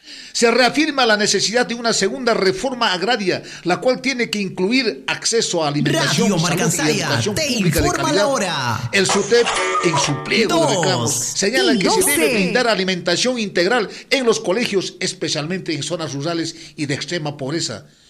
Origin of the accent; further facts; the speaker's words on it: Peru; nosotros somos bien peruanos, nosotros somos de ese origen de la raza cobriza de los incas.